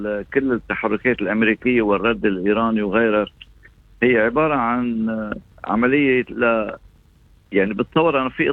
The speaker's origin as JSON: {"language": "Arabic", "country": "Lebanon", "said": "وهذا بيرشح لأمر واحد أنه نحن كلبنانيين علينا نكون واعيين."}